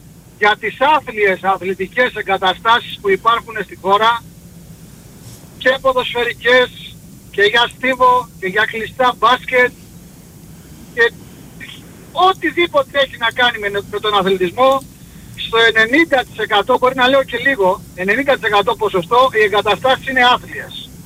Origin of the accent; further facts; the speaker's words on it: Chania, Crete, Greece; Σάβα, είμαι από Χανιά.